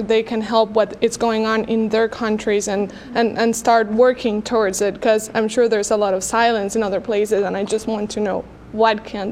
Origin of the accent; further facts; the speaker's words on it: Colombia; Hi, I'm from Colombia in South America.